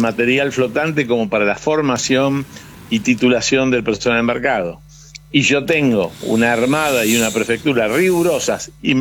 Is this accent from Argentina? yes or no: yes; Argentina